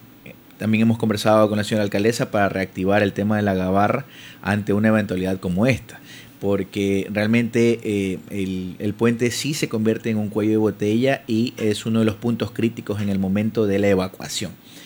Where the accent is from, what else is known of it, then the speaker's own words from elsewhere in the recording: Quinindé, Esmeraldas, Ecuador; now in Muisne, Ecuador; Yo soy de Quinindé.